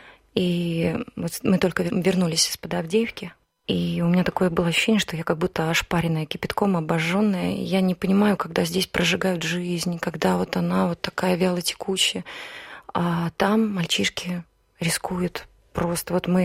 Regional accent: Nizhny Novgorod, Nizhny Novgorod Oblast, Russia; Все почему-то думали, что я из Санкт-Петербурга, а не из Нижнего Новгорода.

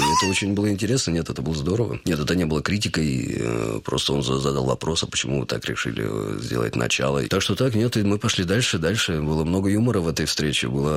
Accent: Kolyvanskoye, Altai Krai, Russia; also born or lived in Prutskoye; Да, ну это там, где мы жили, а родился я в Пруцком, это недалеко, да.

